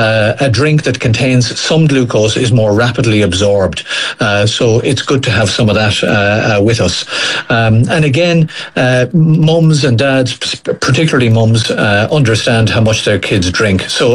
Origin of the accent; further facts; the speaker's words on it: Ireland; And remember, we're largely Irish.